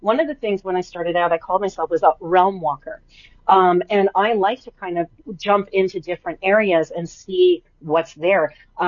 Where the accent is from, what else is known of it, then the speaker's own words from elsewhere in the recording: Canada; I'm Canadian